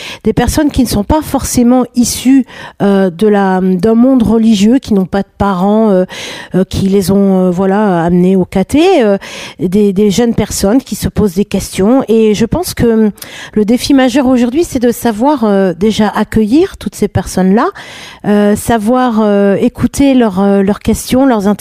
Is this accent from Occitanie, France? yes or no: no; Paris, Île-de-France, France; moi je suis de Paris et je suis un peu dans le côté la ville